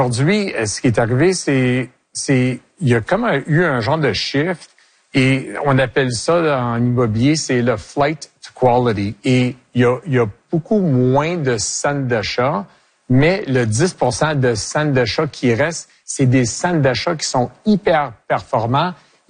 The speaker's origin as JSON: {"language": "French", "region": "Quebec", "country": "Canada", "said": "Je suis un Québécois, je suis fier, je veux garder mon Québec comme je le connais."}